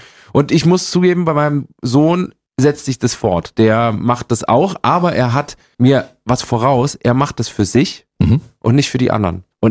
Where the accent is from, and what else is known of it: Gera, Thuringia, Germany